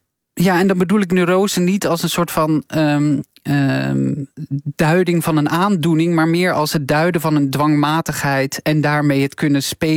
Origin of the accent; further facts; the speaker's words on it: Katwijk, South Holland, Netherlands; ik kom uit Katwijk, een christelijk dorp.